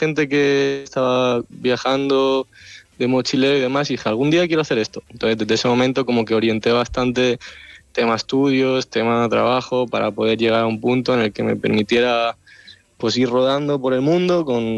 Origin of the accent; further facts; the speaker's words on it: Terrassa, Catalonia, Spain; Yo soy de Tarrasa